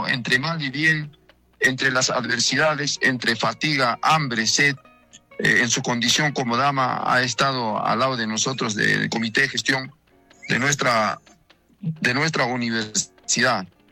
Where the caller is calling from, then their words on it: Coracora province, Ayacucho, Peru; nuestra provincia de Coracora